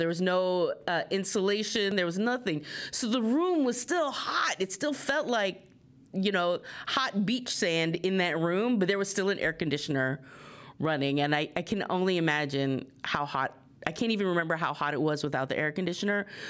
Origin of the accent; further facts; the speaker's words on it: Guam; now in Burlington; I remember growing up on Guam